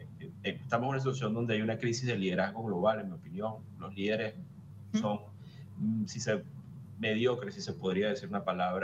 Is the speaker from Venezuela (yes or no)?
yes; Venezuela; todavía estamos como venezolanos tratando de salir, de reacomodarnos